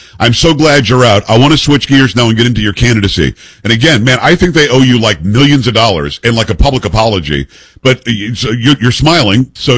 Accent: New York, United States; now in Texas, United States; because I live in Texas now, but I'm from New York.

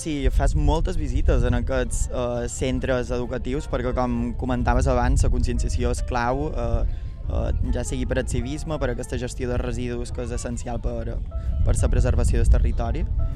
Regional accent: Balearic Islands, Spain; encara estem a temps de preservar l'Albufera d'Esgrau, aquest espai natural tan, tan especial que tenim com a menorquins?

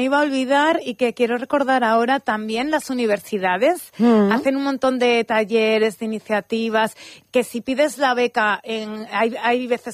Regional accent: Manzanares, Castilla-La Mancha, Spain; Yo soy de pueblo, pero mi pueblo es grande. 18.000 habitantes, claro. Manzanares.

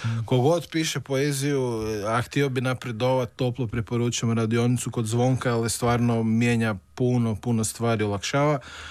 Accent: Jastrebarsko, Zagreb County, Croatia; Ja sam odrastao u Jastrebarskom

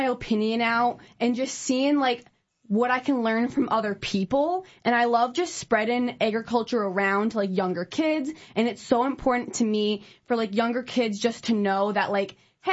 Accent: Gratiot, Wisconsin, United States; I'm from Gratiot.

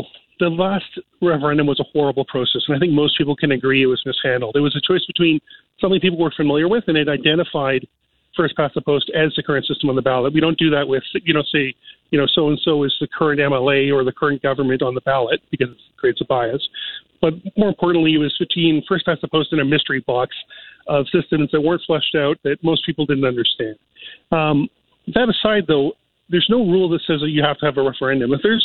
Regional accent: Delta, British Columbia, Canada; So, you know, I'm from Delta originally.

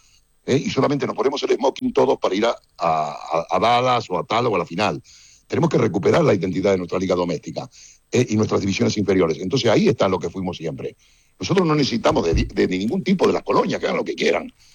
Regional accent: Argentina; nosotros somos argentinos puros. No sé si me comprende. Venimos de colonia

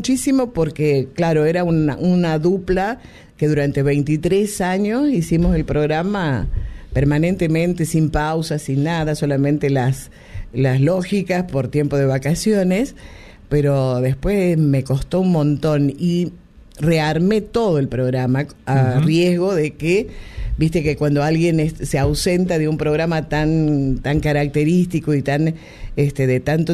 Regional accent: Tucumán, Argentina; accent: Tucumán; Por ahí dice, ay, le salió el tucumano, porque yo la verdad es que no tengo en cuenta mucho ya la tonada.

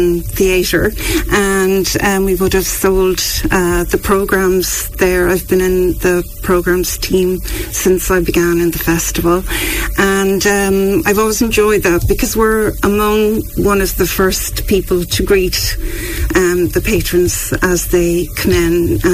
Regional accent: Wexford, County Wexford, Ireland; Well, I'm originally from Corrish Park in town.

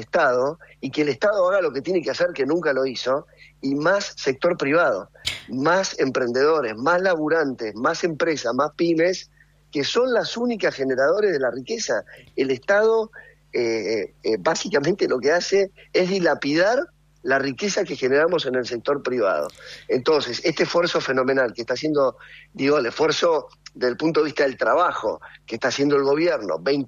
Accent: Argentina

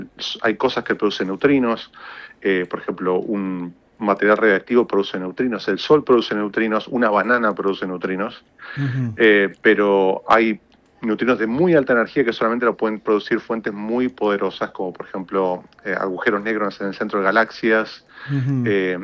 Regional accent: San Rafael, Mendoza, Argentina; born there; moved away; also born or lived in General Alvear, Mendoza / Real del Padre, Mendoza; Así que después nos mudamos a San Rafael y bueno, ahí fui a la universidad y la mayor parte de mi vida en Argentina, en Mendoza, la pasé en San Rafael, pero nací en Alvear.

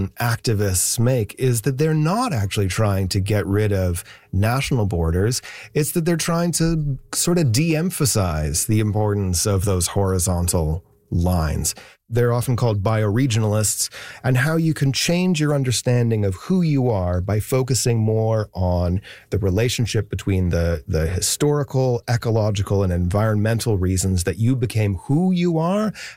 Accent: Canada; We're still Canadian here in Vancouver.

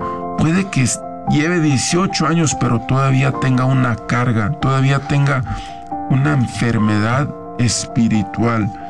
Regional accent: Guanajuato, Mexico; soy de Guanajuato.

